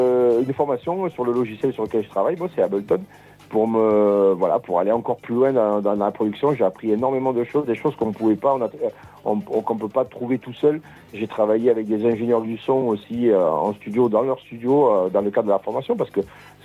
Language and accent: French; Occitanie, France; born there; On sera dans mon village natal, comme chaque année.